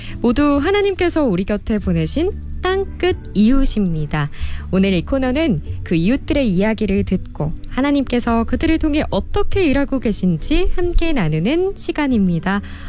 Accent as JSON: {"language": "Korean", "region": "Seoul", "country": "South Korea", "said": "제가 서울 사람이라서 사투리가 잘 안 되는데"}